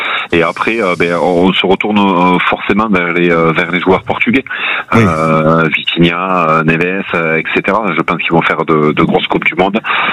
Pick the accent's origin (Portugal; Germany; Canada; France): France; en tant que Français